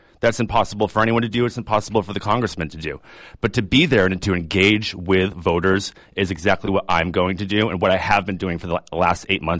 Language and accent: English; New Bedford, Massachusetts, United States; I am born and raised in New Bedford, Massachusetts. I come from a line of Portuguese grandparents. I am a product of New Bedford Public Schools. I went to Bristol Community College